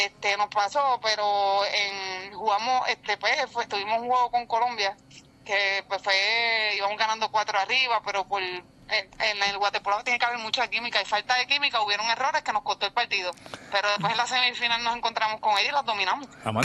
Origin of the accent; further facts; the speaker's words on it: Ponce, Puerto Rico; nosotros somos bien orgullosos de ser puertorriqueños.